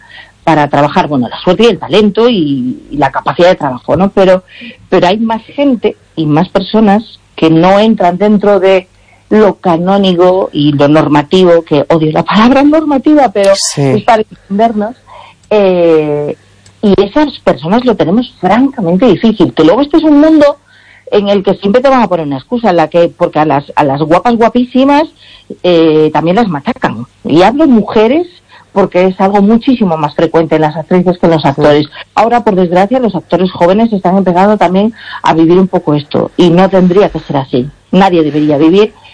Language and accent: Spanish; Galicia, Spain; born or raised there